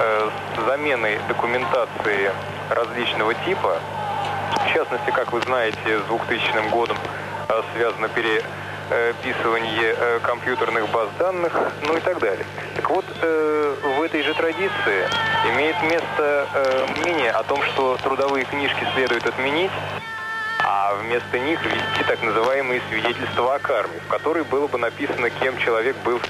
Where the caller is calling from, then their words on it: Volgograd, Volgograd Oblast, Russia; я из Волгограда сам.